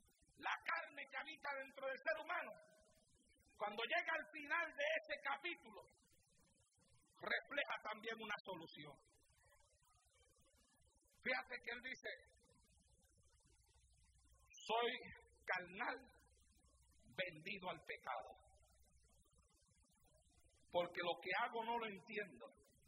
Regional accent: Santa Isabel, Puerto Rico; me iba yo solo a la playa de mi pueblo en Puerto Rico, en Santa Isabel

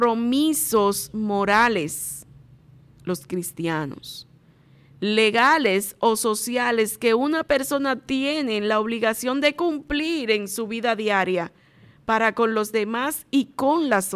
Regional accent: Dominican Republic; no como dominicana, porque esa es otra cosa, sino como cristiana

